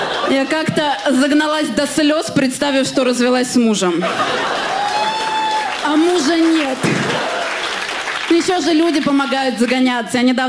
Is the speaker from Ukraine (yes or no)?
no; Armenia; Мне вообще часто прилетает, что я что-то не так делаю, как армянка.